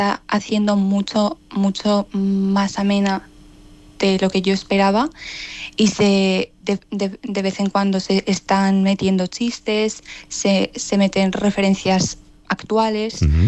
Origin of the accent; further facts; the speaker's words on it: Corella, Navarre, Spain; also born or lived in Morocco; De Marruecos, de justamente estamos en la frontera con Argelia.